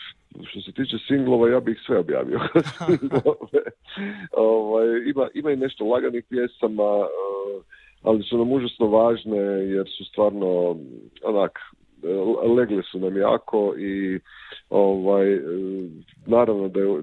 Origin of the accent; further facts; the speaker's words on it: Zagreb, City of Zagreb, Croatia; dolazimo iz Zagreba